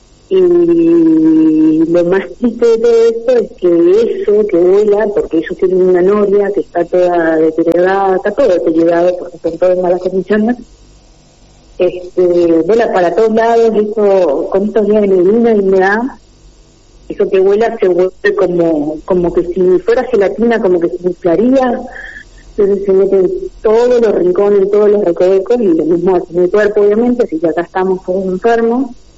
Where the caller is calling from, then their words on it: San Antonio, Argentina; soy de San Antonio.